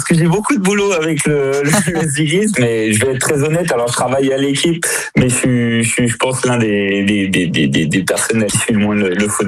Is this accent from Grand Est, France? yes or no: no; Centre-Val de Loire, France